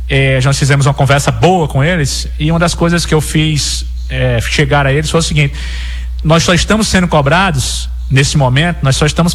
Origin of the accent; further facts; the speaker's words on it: Alagoas, Brazil; eu sou alagoano